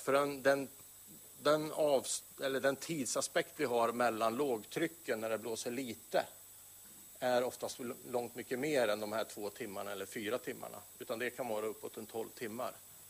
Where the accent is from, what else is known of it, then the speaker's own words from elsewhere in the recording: Värmland, Sweden; Inte bara för att jag är värmlänning